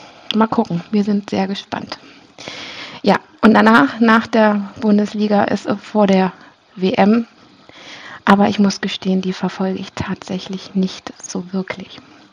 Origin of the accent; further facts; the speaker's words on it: Hanover, Lower Saxony, Germany; als Hannoveranerin hofft man ja doch, dass Braunschweig absteigt